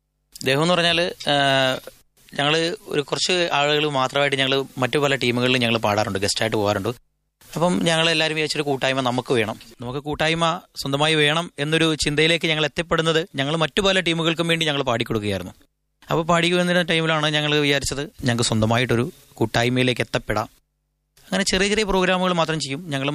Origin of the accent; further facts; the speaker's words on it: Kerala, India; നമ്മളൊരു അപ്പർ കുട്ടനാട് അല്ലെങ്കിൽ കുട്ടനാട് മേഖലയുമായി ബന്ധപ്പെട്ട ആളുകളാണ്.